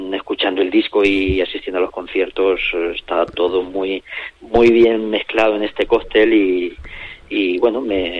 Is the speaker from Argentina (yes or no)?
no; Castilla-La Mancha, Spain; por ser de la parte que soy de La Mancha